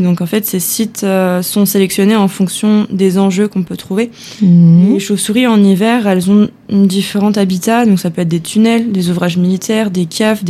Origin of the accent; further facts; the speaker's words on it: Troyes, Grand Est, France; Alors, je suis originaire de Troyes.